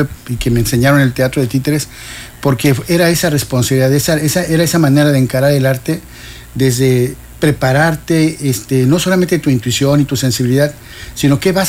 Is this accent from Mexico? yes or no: yes; Cuernavaca, Morelos, Mexico; Cuernavaca, Morelos, de donde soy originario.